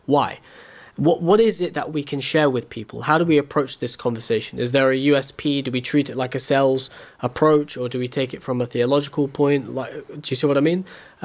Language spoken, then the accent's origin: English; London, United Kingdom; born or raised there